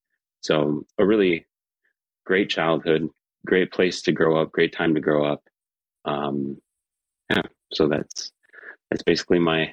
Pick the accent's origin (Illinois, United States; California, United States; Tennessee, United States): Illinois, United States; Freeport; also born or lived in Monroe, Wisconsin; So Freeport, Illinois is where generations of my family had lived. And it just so happened that Freeport's like 20 minutes from the Wisconsin border. So the hospital across the border was better. So I was born in Wisconsin